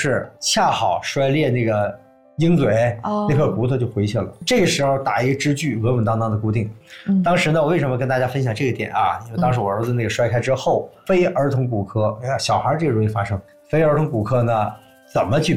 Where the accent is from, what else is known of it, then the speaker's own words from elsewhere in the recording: Northeast China, China; 作为一个东北人啊